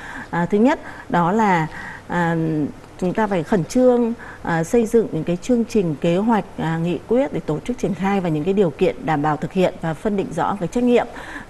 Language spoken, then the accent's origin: Vietnamese; Hanoi, Vietnam; Chúng tôi cũng là công dân là sống từ bé ở Hà Nội, lại còn ở phố cổ đấy.